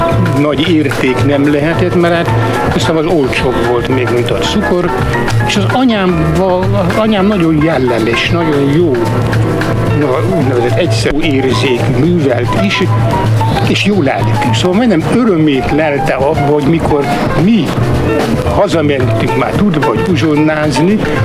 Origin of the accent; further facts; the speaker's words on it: Felsőrácegres, Tolna, Hungary; Minden falutól messze eső puszta az, ahol én születtem. Rácseg, Felső Rácseg, ez a Simontornya és Sárszentlőrinc között. Ott volt az apám urodalmi főgépész.